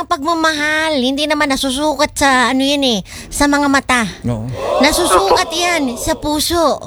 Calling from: Manila, Metro Manila, Philippines; malapit lang yan sa akin. Tondo lang ako.

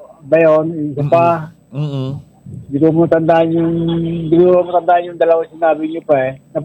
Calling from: Santa Rosa, Calabarzon, Philippines; Santa Rosa, Laguna.

